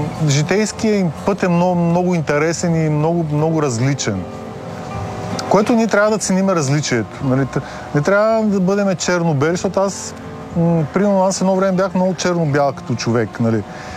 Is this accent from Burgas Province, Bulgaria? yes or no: yes; Burgas, Burgas Province, Bulgaria; born there; also born or lived in Ruse; now in Sofia, Bulgaria; роден съм в Бургас, живял съм в Русе и дойдох в София.